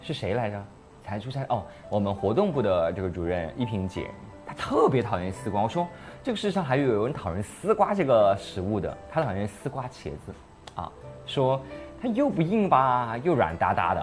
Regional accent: Hunan, China

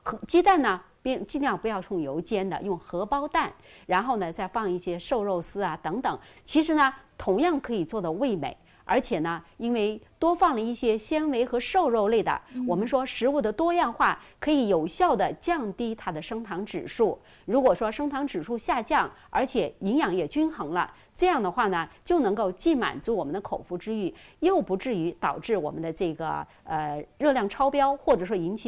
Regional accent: Changsha, Hunan, China; 粉既然是我们长沙人的最爱

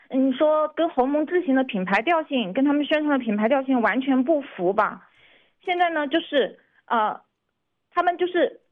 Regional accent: Changsha, Hunan, China; accent: Changsha dialect; 用我们长沙话讲当保稿，

